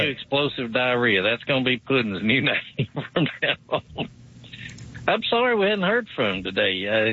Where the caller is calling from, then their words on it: Alabama, United States; here in Alabama, we got Kay Ivey